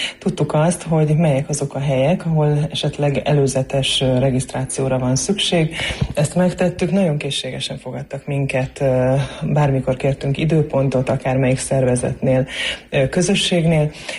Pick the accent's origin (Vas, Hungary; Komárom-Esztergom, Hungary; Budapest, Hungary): Vas, Hungary; first language Croatian; Hungarian is a second language; Horvát felmenőkkel rendelkezem. Én egy Gradisztyei horvát falunak a lakója vagyok, az én szüleim horvátok, horvát nemzetiségűek. Ez azt jelenti, hogy mi a családban igazából gyerekkoromtól fogva horvátul beszéltünk, igen, anyai, apai ágon is a felmenőim horvátok